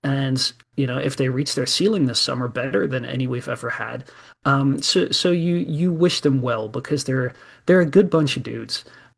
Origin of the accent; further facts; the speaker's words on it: Netherlands; my country, I was born in the Netherlands, was in the World Cup final.